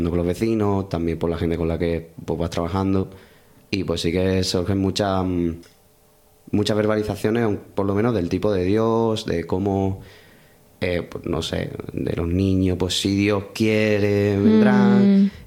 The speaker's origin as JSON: {"language": "Spanish", "town": "Seville", "region": "Andalusia", "country": "Spain", "also_born_or_lived": "Granada", "said": "Soy de Sevilla realmente. Ya luego pues me vine a Granada, Granada me enamoró y ya pues de ahí pues me quise quedar aquí."}